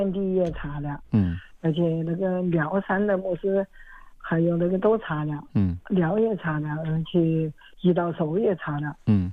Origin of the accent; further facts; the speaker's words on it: Wuhan, Hubei, China; accent: Wuhan dialect; 我说武汉话可以吗？